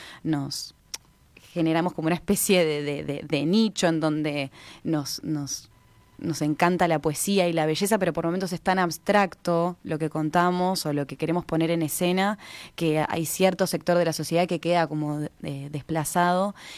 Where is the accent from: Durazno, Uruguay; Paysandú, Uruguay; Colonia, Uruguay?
Colonia, Uruguay; Yo soy de Colonia, mi familia es de Colonia